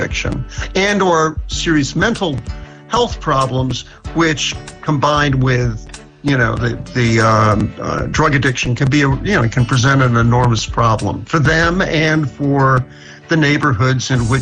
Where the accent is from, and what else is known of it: New York City, New York, United States; born or raised there